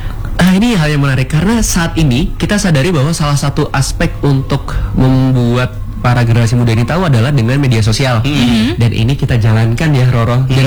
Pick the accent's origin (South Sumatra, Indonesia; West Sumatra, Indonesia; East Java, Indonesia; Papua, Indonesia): East Java, Indonesia; Sumber Pucung; Jadi saya kan dari Kecamatan Sumber Pucung juga. Saya juga tipe yang kayak, Sumber Pucung memang punya apa sih? Kok kayaknya tidak ada tempat wisata.